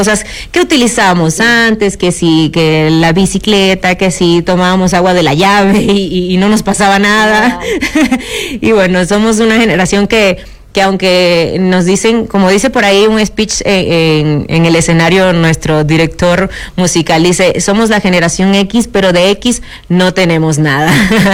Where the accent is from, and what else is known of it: Venezuela